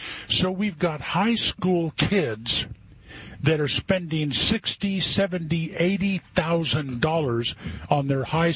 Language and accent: English; Texas, United States; And I'm not really sure where Frisco is, and I'm a Texan.